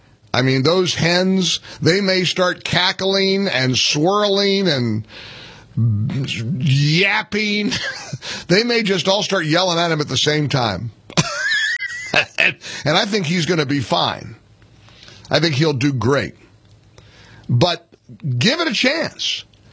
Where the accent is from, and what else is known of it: United States